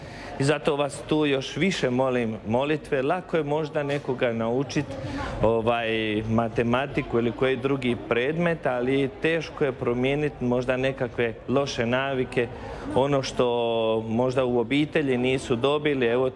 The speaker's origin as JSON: {"language": "Croatian", "area": "Luke Brankovići parish", "region": "Federation of Bosnia and Herzegovina", "country": "Bosnia & Herzegovina", "tie": "born or raised there", "moved": "as an adult", "lives_now": "Bolivia", "said": "Franjevac Kapucin i rodom sam iz Župe Zavidović"}